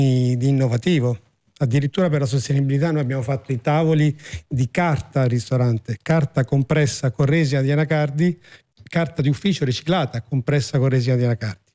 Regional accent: Fiuggi, Lazio, Italy; vengo da Fiuggi, la famiglia appunto di ristoratori

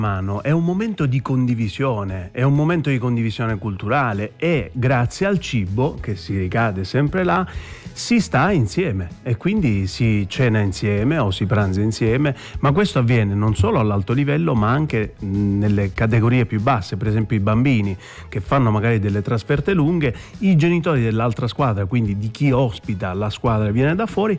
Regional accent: Sicily, Italy; Io sono siciliano

